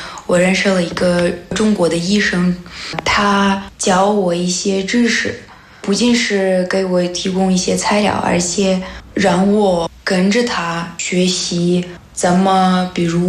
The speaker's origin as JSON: {"language": "Chinese", "country": "Russia", "second_language": "Chinese", "moved": "as an adult", "lives_now": "Changchun, China", "said": "我来自美丽的俄罗斯延赞市，现在我在长春大学读研究生研二。"}